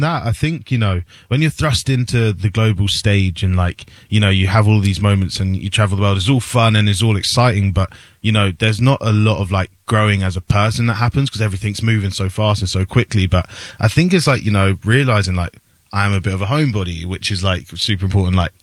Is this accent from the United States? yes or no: no; Luton, East of England, United Kingdom